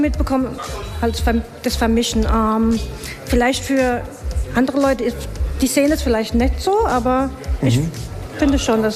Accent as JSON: {"language": "German", "town": "Pirmasens", "region": "Rhineland-Palatinate", "country": "Germany", "tie": "born there", "also_born_or_lived": "United States", "moved": "as an adult", "lives_now": "Kaiserslautern, Germany", "said": "ich bin in Pirmasenser Mädel."}